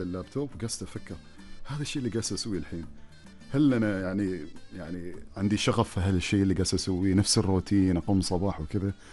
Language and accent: Arabic; Oman; نحن كعمانيين يعني ما شاء الله كل حد ترى يحاول يدور شيء جديد.